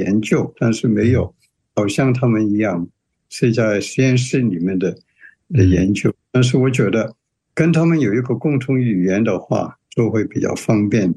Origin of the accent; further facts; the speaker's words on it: Hong Kong; moved away as an adult; now in United States; 其实我是在香港长大的。然后我来美国在普林斯顿念本科。然后医学院是在哈佛医学院。毕业以后就留在美国做医生了，就做了几十年。